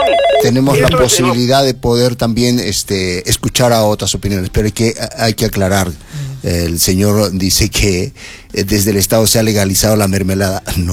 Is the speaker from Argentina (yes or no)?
no; Peru; todos somos peruanos y peruanas.